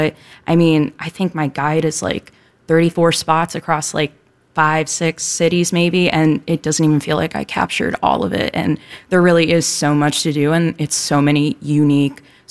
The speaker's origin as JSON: {"language": "English", "region": "Ohio", "country": "United States", "tie": "born or raised there", "said": "I was raised right outside of Geauga County. So this was kind of a fun one for me to do because it kind of felt like a hometown tour."}